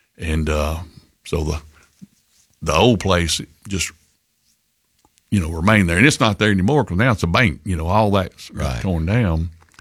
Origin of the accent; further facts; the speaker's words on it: Cullman, Alabama, United States; growing up in Coleman